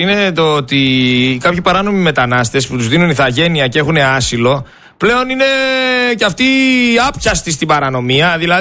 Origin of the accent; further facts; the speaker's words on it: Mytilene, North Aegean, Greece; εγώ είμαι από τη Μυτιλήνη